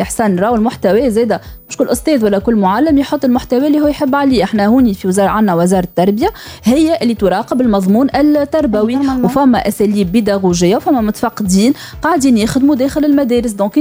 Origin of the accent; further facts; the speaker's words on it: Tunisia; احنا في تونس